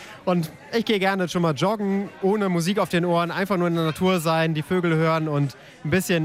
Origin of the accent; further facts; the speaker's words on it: Mönchengladbach, North Rhine-Westphalia, Germany; weil es für mich eine große Ehre ist, in meiner Heimatstadt Politik machen zu dürfen